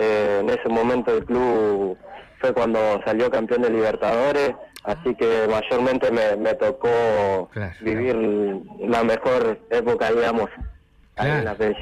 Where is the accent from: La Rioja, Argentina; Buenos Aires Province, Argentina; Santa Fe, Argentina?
Santa Fe, Argentina; Rosario; Soy de Rosario Santa Fe.